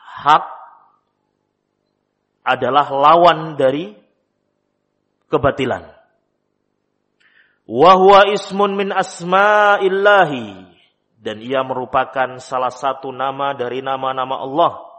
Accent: Java, Indonesia

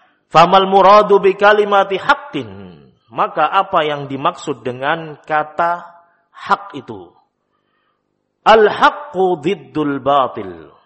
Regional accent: Java, Indonesia; Kalau dalam istilah kita orang Jawa, ojo kalah karo arek.

